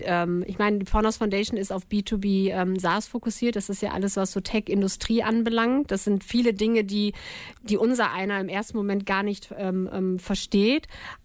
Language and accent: German; Gütersloh, North Rhine-Westphalia, Germany; moved away as an adult; also born or lived in Hamburg / Münster; now in Bielefeld, Germany; ich bin in Gütersloh aufgewachsen, aber zurückgekommen nach Gütersloh Bielefeld bin ich natürlich auch für den Job, aber auch der Liebe wegen. Weil mein damaliger Freund lebte in Münster und ich in Hamburg